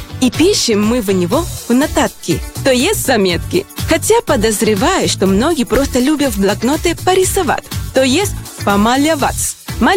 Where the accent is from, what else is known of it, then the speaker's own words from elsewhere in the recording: Venezuela; now in Belarus; я приехал в Беларусь из Венесуэлы. Приехала и осталась